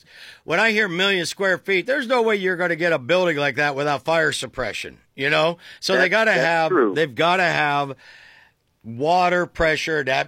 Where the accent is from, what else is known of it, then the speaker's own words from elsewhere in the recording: Dover, Ohio, United States; Well, my hometown of Dover is the same way.